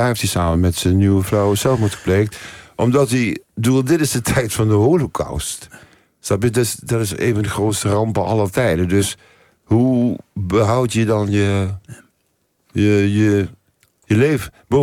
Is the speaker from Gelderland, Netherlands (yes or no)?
yes; Nijmegen, Gelderland, Netherlands; Ik kom ook uit Nijmegen. En we zaten te eten in onze stad.